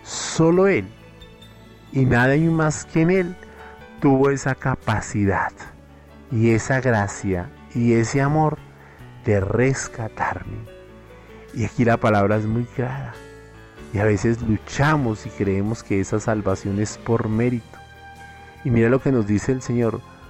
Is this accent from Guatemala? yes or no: no; Colombia; Ten piedad de nosotros como colombianos.